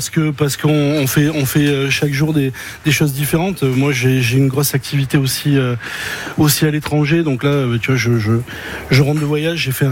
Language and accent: French; Provence-Alpes-Côte d'Azur, France; now in Burgundy, France; on est natif aussi de Provence.